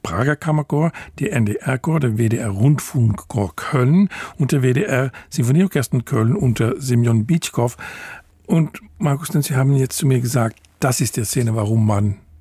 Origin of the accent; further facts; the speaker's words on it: Netherlands; German is a second language; das finde ich als Niederländer so besonders